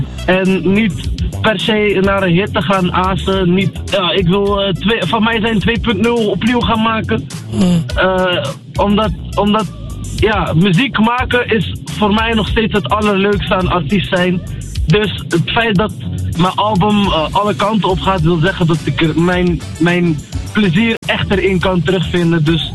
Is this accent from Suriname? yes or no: no; Berkane, Oriental, Morocco; Dat is de regio waar ik vandaan kom uit Marokko, Berken. En Berken staat heel erg gekend om de sinaasappels.